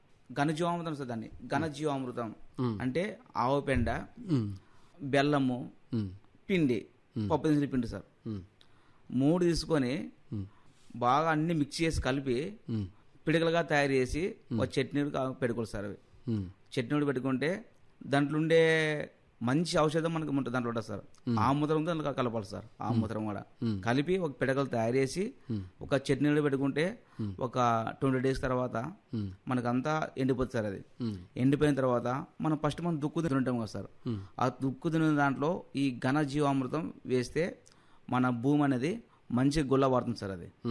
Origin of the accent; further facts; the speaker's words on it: Kanakaveedu, Andhra Pradesh, India; కర్నూలు జిల్లా ఎమ్మినూరు తాలూకా నందవరం మండలం కనకవీడు గ్రామం నుండి మేము వచ్చినాం సార్.